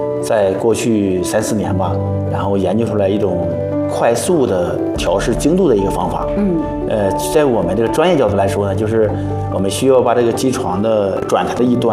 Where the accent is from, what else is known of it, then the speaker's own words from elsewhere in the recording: China; 作为中国人，作为这个我们仪器人红旗人